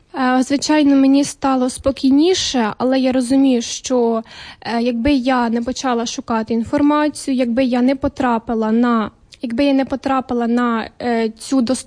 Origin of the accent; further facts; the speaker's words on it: Vinnytsia Oblast, Ukraine; Я з Вінницької області, проте зараз переживаю у Вінниці.